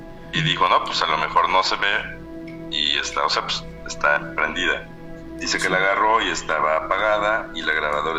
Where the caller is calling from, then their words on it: Xalapa, Veracruz, Mexico; Desde Jalapa, Veracruz